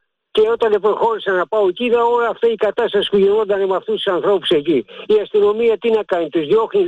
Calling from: Piraeus, Attica, Greece; είμαι από Πειραιά.

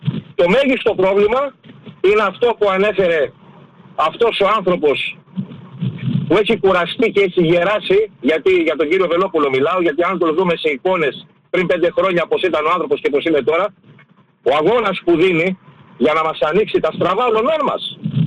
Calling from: Greece; εγώ ως Έλληνας πολίτης

